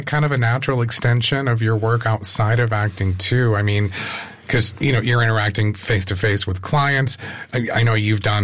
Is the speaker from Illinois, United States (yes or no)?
no; Raleigh, North Carolina, United States; born there; I was born in Raleigh, so there's another random connection.